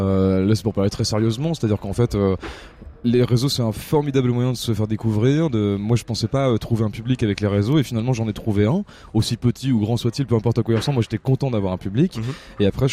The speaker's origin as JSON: {"language": "French", "region": "Hauts-de-France", "country": "France"}